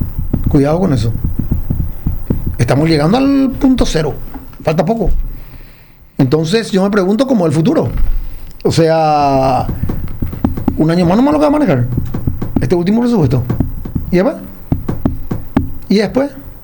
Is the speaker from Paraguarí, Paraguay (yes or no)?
no; Asunción, Paraguay; Asunceno, bueno, mi mamá es de Concepción.